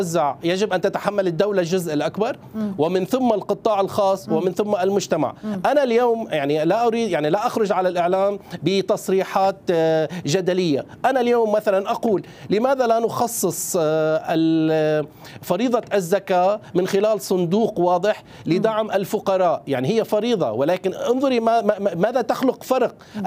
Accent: Syria; أنا اليوم أنا كسوري غيور على هذه البلد

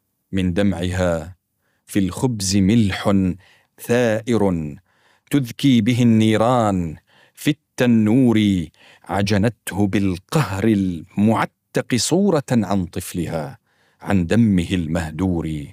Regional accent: Syria

